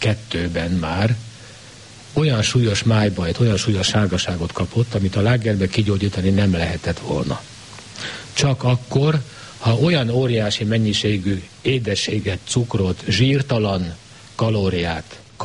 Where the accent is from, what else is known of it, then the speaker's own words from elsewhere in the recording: Hungary; Megtudta, hogy magyar vagyok